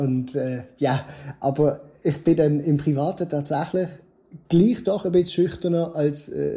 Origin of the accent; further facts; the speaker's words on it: Switzerland; fand ich das, glaube ich, als Schweizer schon gar ein bisschen direkt.